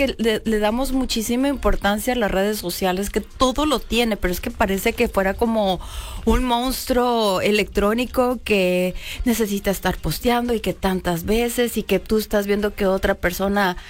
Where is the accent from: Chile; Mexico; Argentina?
Mexico